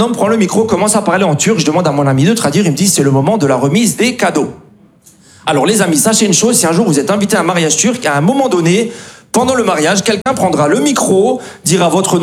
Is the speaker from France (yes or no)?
yes; Grand Est, France; born or raised there